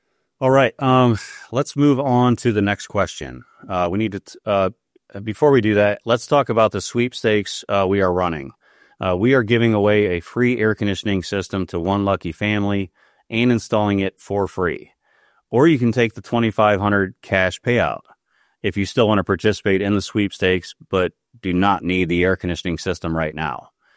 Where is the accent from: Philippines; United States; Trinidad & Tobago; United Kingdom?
United States; Ohio; I'm from Ohio originally, plenty of rail and trains around.